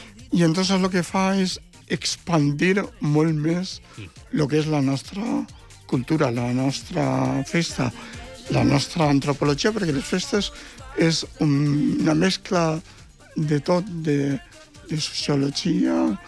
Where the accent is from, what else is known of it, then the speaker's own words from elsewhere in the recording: Valencian Community, Spain; com som els valencians. Som traqueros, som bogueros, som festeros